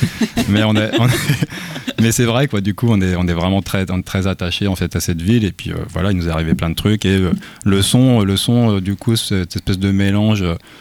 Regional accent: Vitré, Brittany, France; Pas hyper loin, mais ouais.

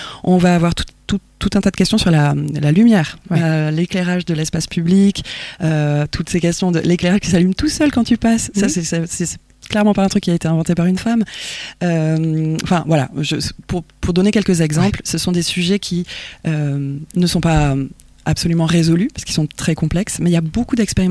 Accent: South-West France, France; now in Brittany, France; Moi, je viens du Sud-Ouest. C'est … qui parle. Je viens du Sud-Ouest

